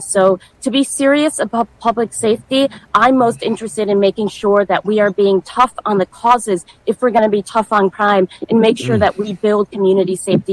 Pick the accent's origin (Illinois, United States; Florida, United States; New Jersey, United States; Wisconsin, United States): Wisconsin, United States; Madison; We had a police shooting in my hometown of Madison, Wisconsin.